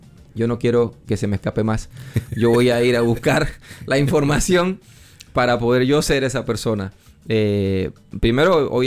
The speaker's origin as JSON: {"language": "Spanish", "country": "Panama", "moved": "as an adult", "said": "Y muy feliz de estar de vuelta en mi país, de vuelta en el calor de mi tierra"}